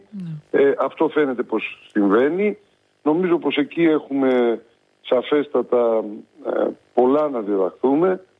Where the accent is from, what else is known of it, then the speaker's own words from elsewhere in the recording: Greece; Να πω ότι είμαι Έλληνας πολίτης, δεν είμαι Ρώσος πολίτης